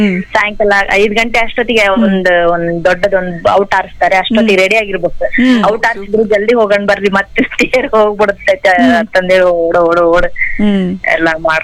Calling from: Gangavathi, Karnataka, India; ಗಂಗಾವತಿಯಿಂದ

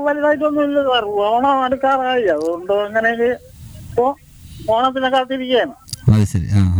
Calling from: Ambalathinkala, Kerala, India

